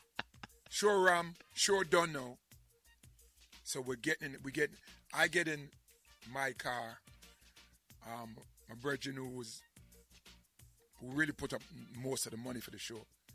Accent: New York City, New York, United States; because we come from Brooklyn

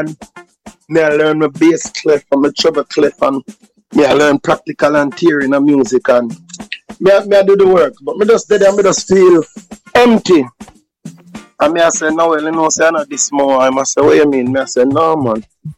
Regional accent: Waterhouse, Jamaica; Originally, Waterhouse, you know.

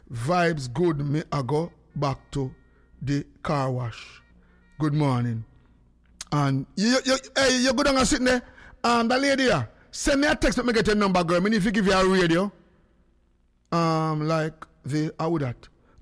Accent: Jamaica; now in Palm Beach, United States; I come from Jamaica to be...

